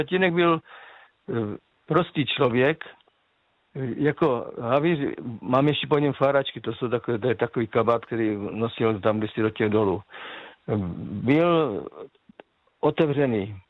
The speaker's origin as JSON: {"language": "Czech", "town": "Kyjov", "region": "South Moravian Region", "country": "Czechia", "tie": "born there", "moved": "yes", "lives_now": "Kopřivnice, Czech Republic", "said": "Já pocházím z Moravskoslovácka, to jsem už několikrát říkal. Městečka Žaravice se to jmenuje, mezi Kyjovem a Vzencem. Kyjově jsem se narodil"}